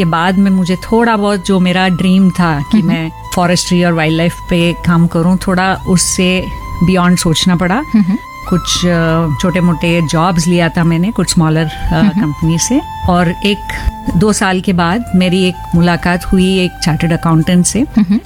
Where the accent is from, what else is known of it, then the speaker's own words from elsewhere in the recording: Bangalore, Karnataka, India; मैं पैदा हुई थी बैंगलोर में ही, क्योंकि मेरी मम्मी बैंगलोर से थी तो मैं पैदा वहीं पे हुई थी और मेरा बचपन भी ज्यादातर बैंगलोर में ही था। जब तक मैं 12th स्टैंडर्ड तक थी, तो बैंगलोर में जो कैंटोनमेंट की एरिया है वहाँ हुई थी मेरी स्कूलिंग और जो भी मैंने सीखा था प्राइमरी एजुकेशन।